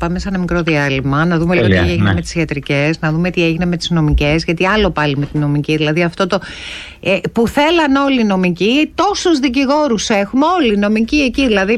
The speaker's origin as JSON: {"language": "Greek", "town": "Serres", "region": "Central Macedonia", "country": "Greece", "said": "Ή στα Σέρα, στην πατρίδα μου, τι έγινε με αυτή τη σχολή, 2.500 πάνω."}